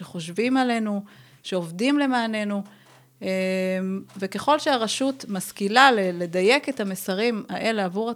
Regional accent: Beersheba, Southern District, Israel; ההורים שלי עלו שניהם מאיראן, אני גדלתי בבר שבע, ואני חושבת שהחיים בבר שבע של לפני 41 שנה, הנה חשפתי את גילי פה ברדיו.

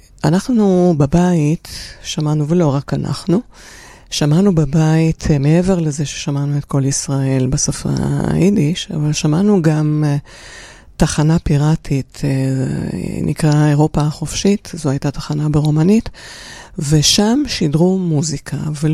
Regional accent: Romania; moved away as an adult; now in Israel; אני באתי מרומניה, ואת התיכון למדתי שם. והייתי תלמידה יחידה, יהודיה יחידה, בין 1,200 תלמידות.

